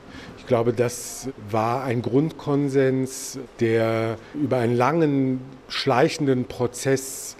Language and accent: German; Frankfurt, Hesse, Germany; für mich als Juden, für mich als Frankfurter, als Deutscher